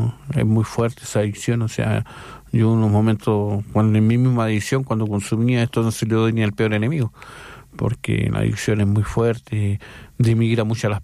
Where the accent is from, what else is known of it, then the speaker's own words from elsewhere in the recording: Antofagasta, Chile; now in Calama, Chile; Pues yo soy de Antofagasta